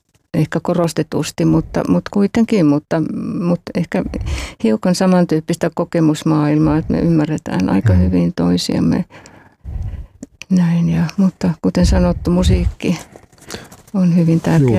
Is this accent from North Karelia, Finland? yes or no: yes; Joensuu, North Karelia, Finland; born there; also born or lived in Eno; Pohjois-Karjalassa isän suku Outokummusta, äidin Liperistä. Mä itse synnyin Enossa. No niin. Isäni toimi luotsina siellä Ahvenisella. Joo. Ja mä olin vajaa 6-vuotias, kun muutettiin sitten Joensuuhun.